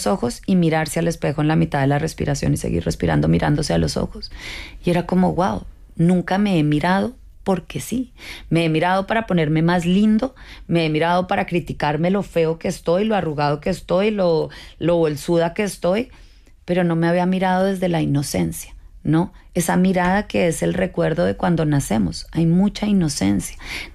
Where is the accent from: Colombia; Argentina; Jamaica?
Colombia; yo vengo de Colombia, que es un país con mucho conflicto